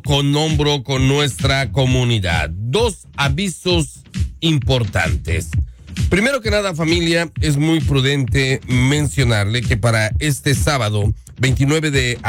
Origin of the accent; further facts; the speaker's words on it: Mexico; now in Omaha, United States; incluyendo nosotros como mexicanos